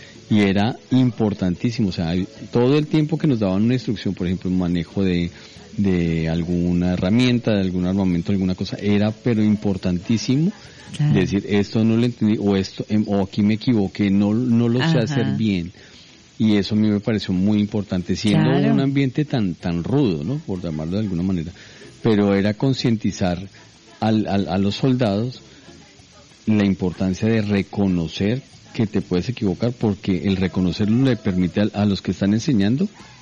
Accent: Colombia; Yo tuve la oportunidad de prestar el servicio militar en Colombia, en mi país.

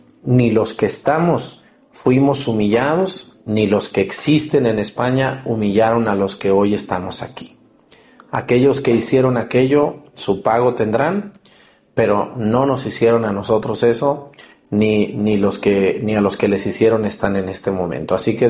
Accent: Mexico; Nosotros somos mexicanos y somos españoles. Somos indígenas y somos españoles. Las dos sangres juntas.

